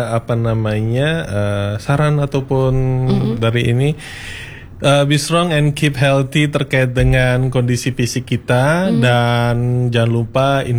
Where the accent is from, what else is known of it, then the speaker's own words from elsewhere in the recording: Pangkep, South Sulawesi, Indonesia; Iya, Bugis bukan Makassarnya, lebih ke area Bugisnya itu di Pangkep.